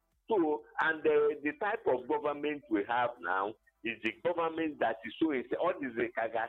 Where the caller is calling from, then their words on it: Enugu, Enugu State, Nigeria; I'm calling from Abapani, Kenugu.